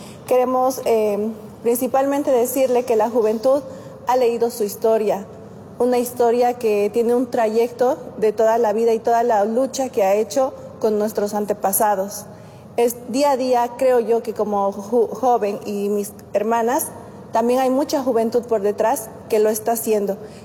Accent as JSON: {"language": "Spanish", "region": "Cochabamba", "country": "Bolivia", "said": "vengo del centro de Cochabamba. Es un honor para mí y me siento muy orgullosa de poder estar presente de usted, representando a la juventud cochala"}